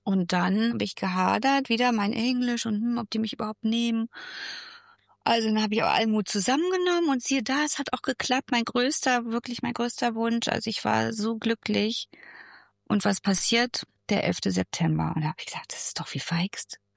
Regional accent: Berlin, Germany; Und dann bin ich aber bei so einer kleinen Airline gelandet in meiner Heimat Berlin.

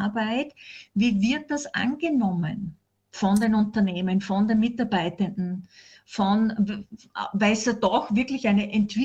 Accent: Austria; wir sind Österreicher, ja, kommt dann nachher nicht zu einem Satz, das ist ja eh klar, na, no, na, nicht

